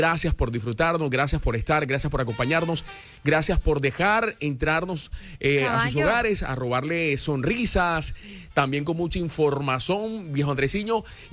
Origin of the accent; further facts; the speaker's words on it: Barranquilla, Atlántico, Colombia; nosotros aquí somos barranquilleros.